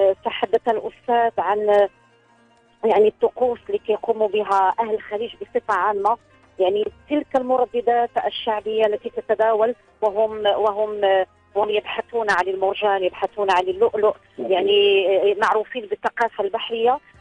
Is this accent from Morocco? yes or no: yes; Morocco; accent: Moroccan; نحن نتحدث ونحكي بلهجة مغربية مفهومة،